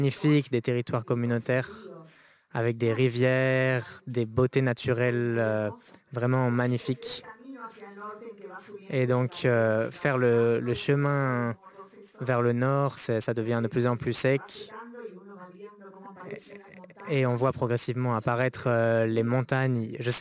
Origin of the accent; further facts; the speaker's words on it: Argentina; Je viens d'Argentine, je suis une femme indigène du peuple Koya.